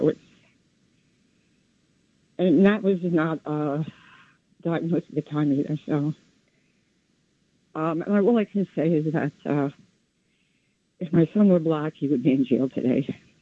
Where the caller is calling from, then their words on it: New York, United States; I'm calling from Manhattan.